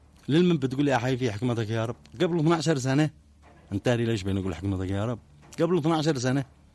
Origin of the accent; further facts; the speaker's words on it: Yemen; شن علينا عدوان وحصار جائر ظالم على بلادنا اليمن